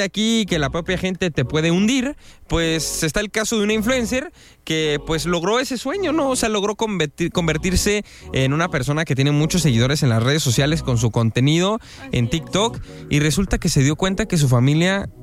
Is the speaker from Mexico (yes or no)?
yes; Mexico